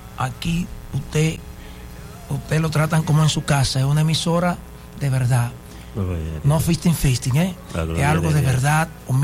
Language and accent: Spanish; Samaná, Dominican Republic; born there; Como que estoy allá en los robalos de Samaná, donde yo nací.